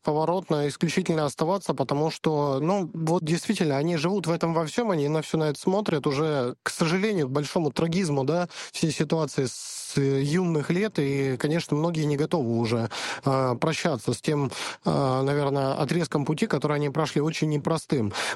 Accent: Donetsk, Donetsk Oblast, Ukraine; Я сейчас говорю исключительно как житель Донецка, коренной житель Донецка в третьем поколении.

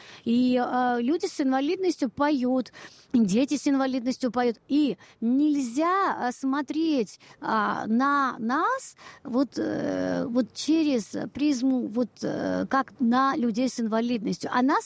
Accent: Abkhazia, Georgia; moved away; я как бы родилась в Грузии, в Абхазии

